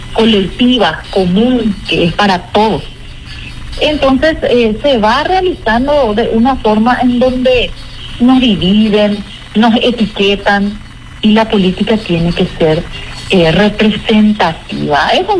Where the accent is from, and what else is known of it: Paraguay